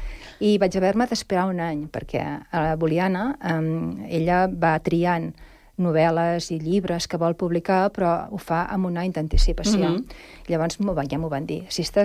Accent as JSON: {"language": "Catalan", "town": "Sabadell", "region": "Catalonia", "country": "Spain", "tie": "born there", "moved": "yes", "lives_now": "Sant Cugat, Spain", "said": "Doncs jo sóc de Sabadell, vaig néixer allà, però he viscut la major part de la meva vida aquí a Sant Cugat."}